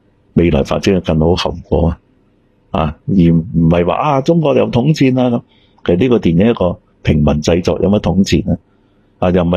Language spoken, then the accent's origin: Cantonese; Singapore; 系我哋而家唔系中国人嚟噶，我系新加坡人。